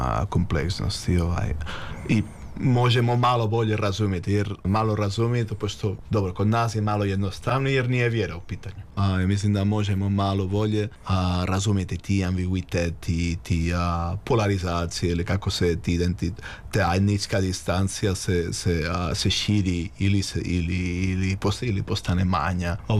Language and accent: Croatian; Catalonia, Spain; Croatian is a second language; now in Sarajevo, Bosnia and Herzegovina; sam Katalonac